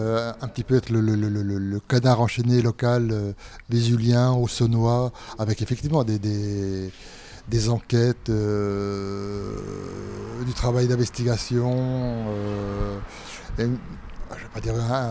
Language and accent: French; Besançon, Bourgogne-Franche-Comté, France; also born or lived in Lons-le-Saunier; Lens-le-Saunier, j'y suis juste né, quoi. Après, j'ai grandi à Besançon.